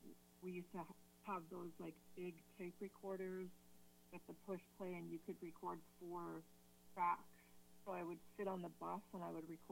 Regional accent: Calgary, Alberta, Canada; moved away; also born or lived in Victoria, BC / Vancouver; in the early to mid 90s, I was living in Victoria, BC, but I was raised in Calgary.

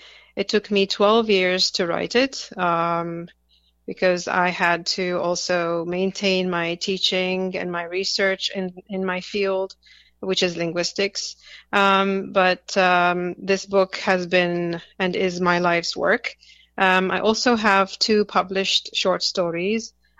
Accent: Iraq; moved away; I was born in Iraq and I grew up in Iraq. So I witnessed the Iraq-Iranian war and the first Gulf War.

